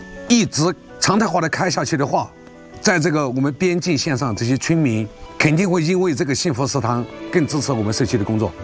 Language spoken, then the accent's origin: Chinese; China; 作为一个中国人